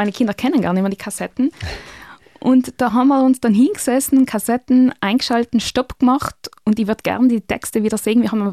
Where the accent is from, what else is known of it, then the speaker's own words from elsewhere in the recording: Tramin, Trentino-Alto Adige, Italy; ich war da so 10 Jahre und ich komme aus Tramin